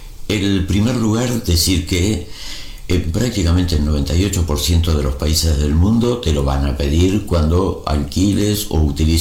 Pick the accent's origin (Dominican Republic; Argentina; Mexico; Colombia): Argentina; now in Spain; porque por ejemplo en mi país, en Argentina, lo hace el Automóvil Club Argentino. Y aquí en España no lo hace el RAC